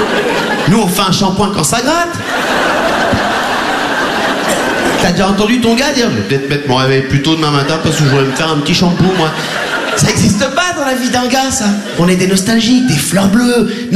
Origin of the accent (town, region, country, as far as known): Réunion, France; born or raised there